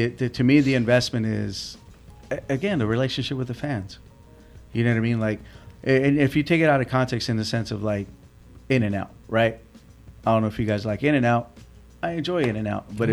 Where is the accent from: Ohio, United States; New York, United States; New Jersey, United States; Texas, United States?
Texas, United States; moved away; also born or lived in California; We grew up in Texas, you know, till we moved to California.